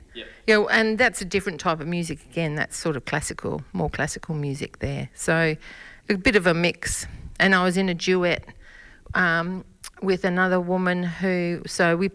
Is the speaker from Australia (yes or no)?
yes; Queensland, Australia; moved away; also born or lived in Tanunda; No, I've been here 33 years, but I grew up in Queensland. And then after a while, I went and lived in Tanunda for a couple of years.